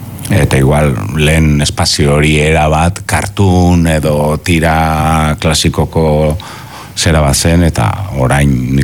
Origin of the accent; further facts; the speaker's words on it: Basque Country, Spain; euskalduna naiz, baina baita ere gizon zuri ba naiz